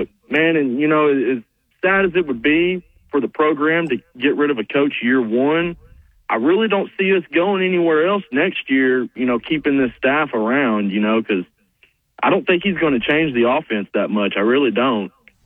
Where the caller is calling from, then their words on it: Hot Springs, Arkansas, United States; I'm in the great city of Hot Springs.